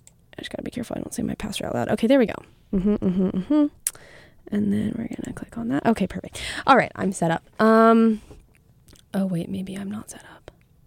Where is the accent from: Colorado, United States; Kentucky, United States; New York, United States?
Colorado, United States; Durango; my hometown Durango, because it's such a beautiful place and it's very relaxing and just wonderful